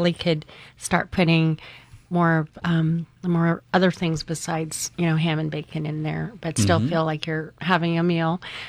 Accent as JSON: {"language": "English", "town": "San Francisco", "region": "California", "country": "United States", "tie": "born or raised there", "said": "I grew up in San Francisco, and Zuni Cafe had their famous Bloody Mary"}